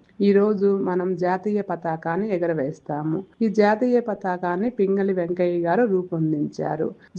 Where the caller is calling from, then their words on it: Guntur, Andhra Pradesh, India; నేను గుంటూరు నుంచి మాట్లాడుతున్నాను.